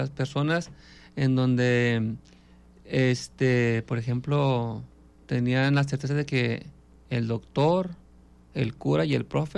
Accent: Jalisco, Mexico; encuentro más conexión pues a mi tierra con la novela, ¿no? Porque le encuentro muchos facetas que el escritor conoce de la gente local, sabía bien cómo eran nuestras costumbres, nuestros modos, inclusive de pensar

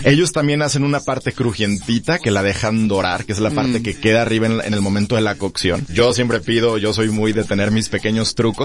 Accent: Mexico

